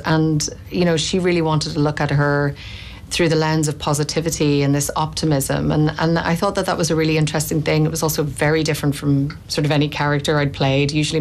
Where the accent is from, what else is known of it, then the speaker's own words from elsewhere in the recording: County Monaghan, Ireland; as a young woman growing up in Monaghan.